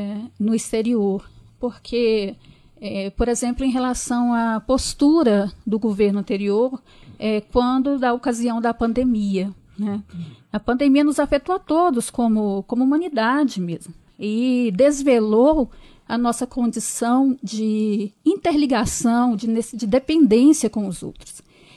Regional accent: Minas Gerais, Brazil; born there; now in Bahia, Brazil; Eu nasci em Minas Gerais, mas vivo na Bahia, onde trabalho

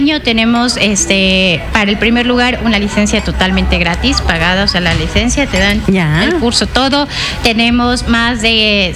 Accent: Ecuador; nosotros como latinos, como ecuatorianos

